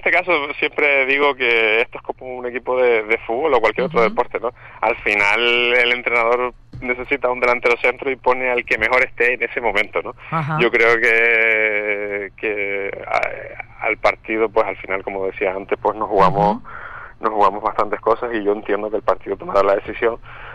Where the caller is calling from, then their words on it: Güime, Canary Islands, Spain; yo vivo en Güime